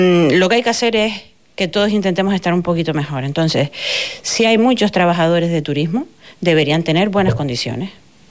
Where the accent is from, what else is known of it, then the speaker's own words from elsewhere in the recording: Canary Islands, Spain; y dentro de Drago Canarias, pues nosotros somos los majoreros, digamos, ¿no?